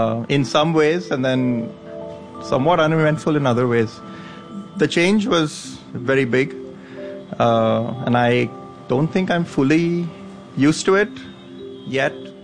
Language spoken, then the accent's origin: English; Mumbai, Maharashtra, India; now in Utah, United States; Utah is kind of quiet, and I come from Mumbai, which is one of the densest, busiest cities in the world.